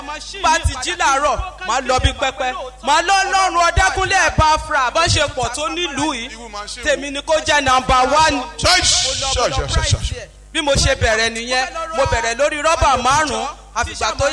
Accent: Ondo, Nigeria; Mo wá láti Ondo ní oko ìlú wa.

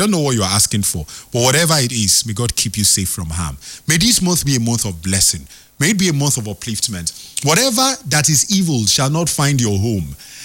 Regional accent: Nigeria; I'm a proud Nigerian. I know who I am as a Nigerian.

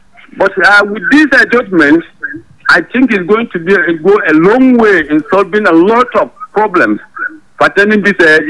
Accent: Jos, Plateau, Nigeria; A lot of us that are here in Jos, our parents are born here in Jos. We were born in Jos and we grew up in Jos. We cannot trace our ancestral home more than Jos. Jos is our home and we are proud to be Josite.

